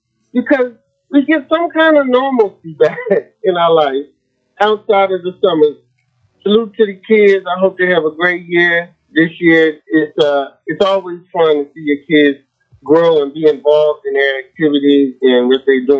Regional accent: Texas, United States; I'm from Texas.

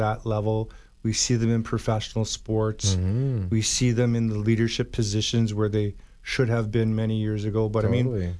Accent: Brandon, Manitoba, Canada; growing up in Brandon, we lived down by the river, by the Assiniboine River.

